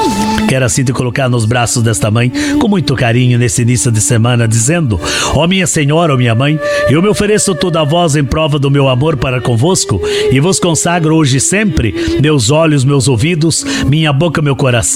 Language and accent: Portuguese; Santa Catarina, Brazil; São Miguel, minha terra natal